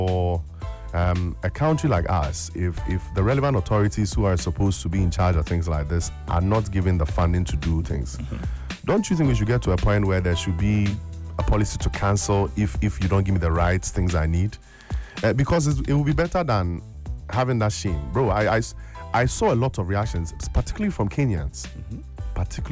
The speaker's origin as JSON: {"language": "English", "country": "Ghana", "said": "But for me as a country, honestly, as a Ghanaian, I'm happy."}